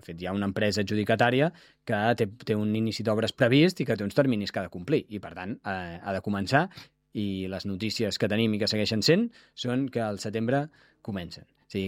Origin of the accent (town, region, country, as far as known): Catalonia, Spain